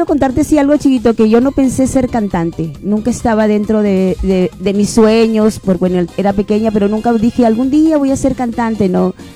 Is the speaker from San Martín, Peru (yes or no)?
no; Piura, Peru; accent: Piura dejo; soy mangache de corazón, piurana, como la caballa, como la algarrobina, soy bien piurana, pero estoy orgullosa de mi Piura